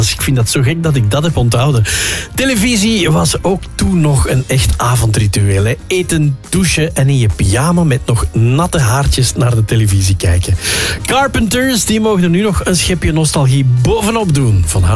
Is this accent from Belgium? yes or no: yes; Flanders, Belgium; waar wij als Vlamingen ook vaak naar keken, toch?